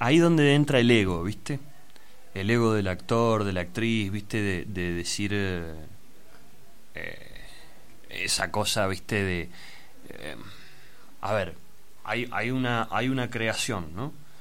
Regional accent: San Martín, Buenos Aires Province, Argentina; Trabajábamos allá en San Martín, yo soy de San Martín.

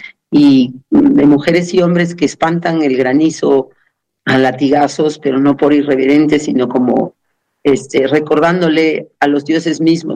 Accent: Cusco, Peru; also born or lived in Lima; mi lugar es la montaña, entonces me trajeron a los días de nacida, pues, al lugar donde ellos vivían, el Cusco.

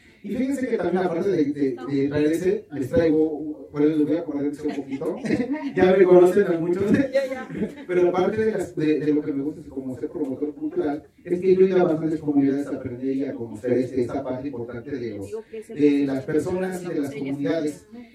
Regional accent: San Andrés Cholula, Puebla, Mexico; yo vengo de la comunidad de San Manuel Tlaxcalancingo, en San Andrés Cholula

